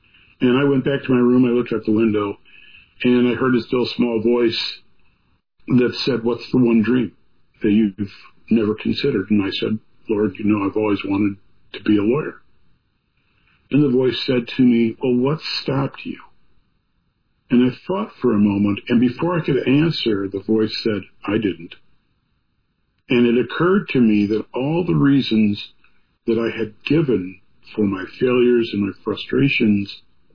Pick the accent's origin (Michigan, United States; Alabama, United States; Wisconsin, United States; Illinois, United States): Illinois, United States; Loves Park; I went to my hometown, Loves Park, and another high school friend of mine owned a physical fitness center.